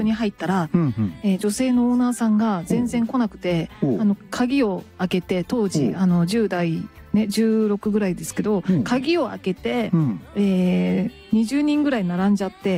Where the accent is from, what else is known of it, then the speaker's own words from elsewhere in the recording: Kagawa, Japan; 実は私、あの地元の香川県にいる頃にですね、サーティワンで、うん、バイトしてたことがあるんですけど、